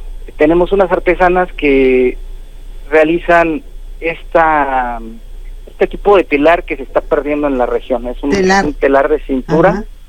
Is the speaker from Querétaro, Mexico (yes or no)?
yes; Landa de Matamoros, Querétaro, Mexico; somos el municipio de Landa es uno de los municipios que tiene parte de la Huasteca